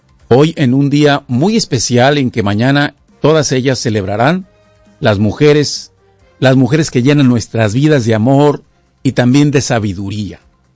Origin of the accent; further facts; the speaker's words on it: Mexico; now in United States; precisamente aquí en los Estados Unidos y también en nuestro país de origen, mayormente para quienes somos mexicanos